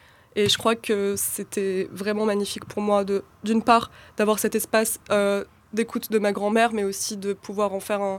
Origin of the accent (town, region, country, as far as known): Algeria; born or raised there